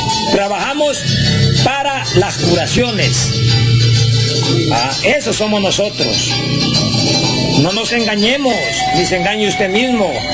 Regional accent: Guatemala; Porque somos guatemaltecos y porque tenemos que entender que si nosotros somos curanderos

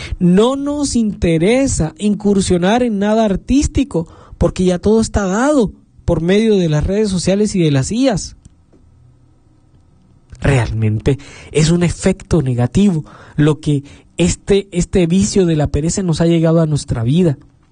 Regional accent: Colombia; Yo que soy de Colombia

